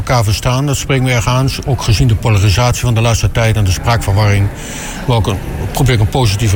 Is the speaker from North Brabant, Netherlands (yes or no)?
no; Kampen, Overijssel, Netherlands; Ook in kampen waar ik vandaan kom.